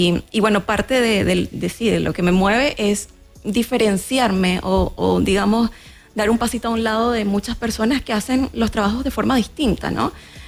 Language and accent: Spanish; Venezuela; now in Chile; cuando llegué a Chile. Bueno, porque yo soy de Venezuela